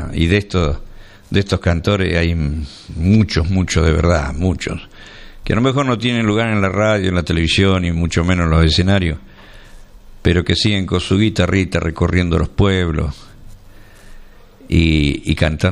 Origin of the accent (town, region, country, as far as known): Argentina